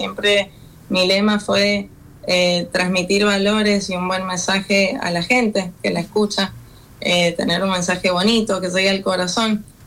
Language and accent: Spanish; Argentina; moved away; es hermoso para mí como argentina poder compartirlas con la gente